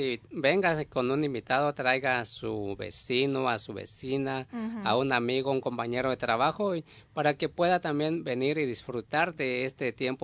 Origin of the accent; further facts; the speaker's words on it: Mexico; now in United States; yo soy de México y nací en México